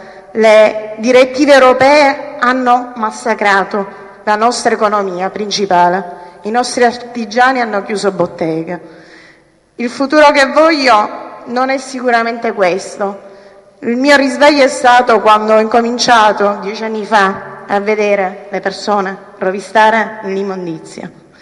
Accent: Mazara del Vallo, Sicily, Italy; Io vengo da Mazara del Vallo

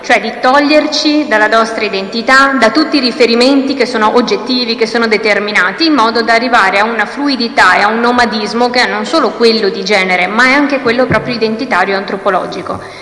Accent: Veneto, Italy; Ricordo da Veneta la battaglia di Futuro Nazionale proprio in Veneto

